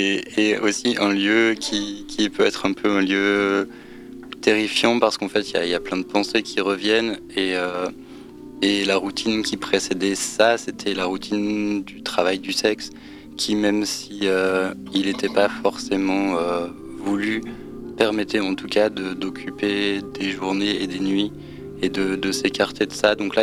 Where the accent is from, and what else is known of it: France